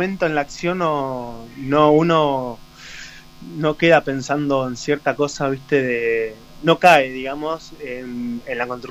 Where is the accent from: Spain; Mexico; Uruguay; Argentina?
Argentina; Berazategui, Buenos Aires Province; Yo ahora estoy en de donde soy, en mi localidad de Berazategui, Buenos Aires, zona sur.